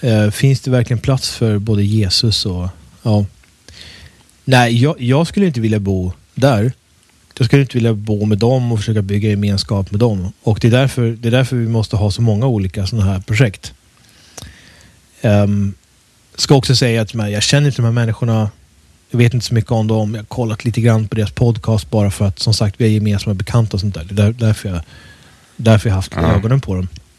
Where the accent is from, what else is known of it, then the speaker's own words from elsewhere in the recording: Sweden; Jag har en annan plats i Sverige som jag kommer ifrån, men jag har inget intresse av att bygga någonting där.